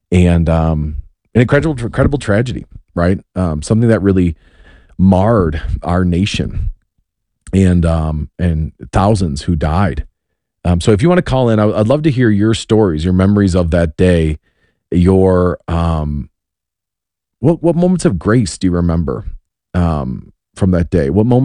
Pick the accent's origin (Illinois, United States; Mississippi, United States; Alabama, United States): Illinois, United States; Wheaton; I grew up in Wheaton, Illinois.